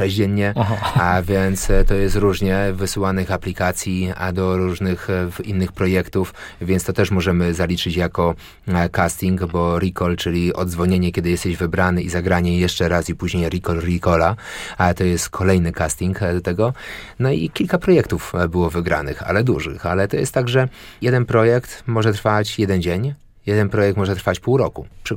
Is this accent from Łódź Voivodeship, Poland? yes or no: yes; Łódź, Łódź Voivodeship, Poland; Tak, tak, jestem łodzianinem z krwi i kości. Urodziłem się na Bałutach, wychowałem się na Widzewie, Teofilowie i Rytkini, więc de facto w każdej dzielnicy tutaj w Łodzi mieszkałem